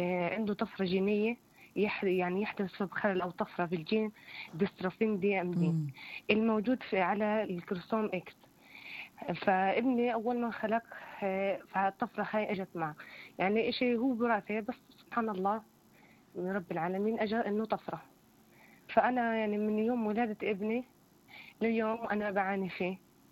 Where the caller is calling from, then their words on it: a village in Jenin district, West Bank, Palestine; أنا من قرية قضاء جنين اسمها المطلة.